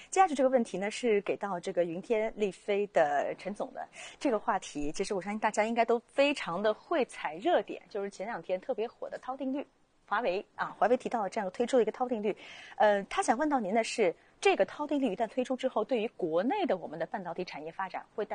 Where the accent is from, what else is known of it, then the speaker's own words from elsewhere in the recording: China; 我们中国人智慧是博大精深的。